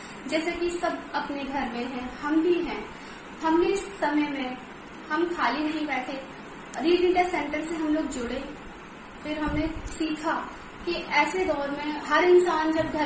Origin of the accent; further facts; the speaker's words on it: Delhi, India; और मैं दिल्ली से हूँ।